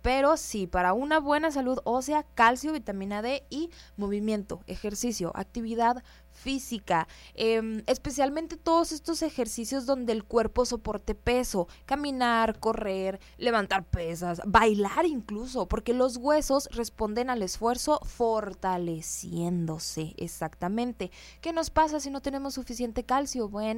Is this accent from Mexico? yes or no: yes; Sonora, Mexico; soy sonorense